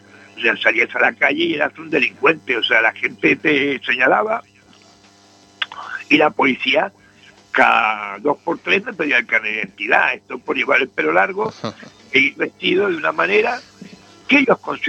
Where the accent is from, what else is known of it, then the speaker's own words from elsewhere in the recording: Madrid, Community of Madrid, Spain; born there; yo cuando llegué aquí de vuelta, nací en Madrid, cuando yo llegué de vuelta aquí en el año 68